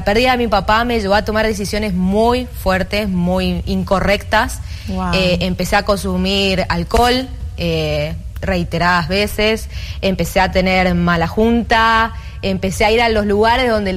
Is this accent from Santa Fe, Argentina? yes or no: yes; Santa Fe, Argentina; Bueno, yo soy de Argentina, soy de una provincia que se llama Santa Fe, nací allá. Y bueno, tengo 28 años actualmente.